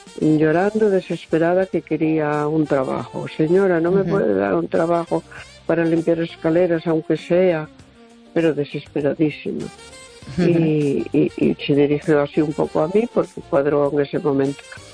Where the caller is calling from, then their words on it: A Coruña, Galicia, Spain; de Coruña.